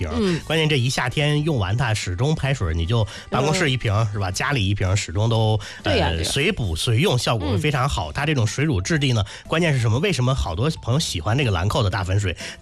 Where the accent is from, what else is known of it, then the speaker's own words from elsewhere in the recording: China; 所以说我们中国人